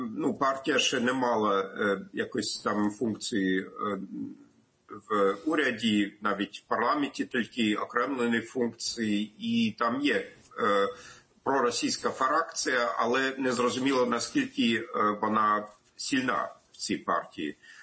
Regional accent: East Germany, Germany; Ukrainian is a second language; я сам з Східної Німеччини

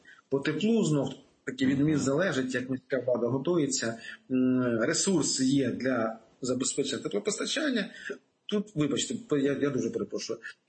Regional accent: Kharkiv, Kharkiv Oblast, Ukraine; Я сам з Харкова, ви прекрасно розумієте, це унікальне місто.

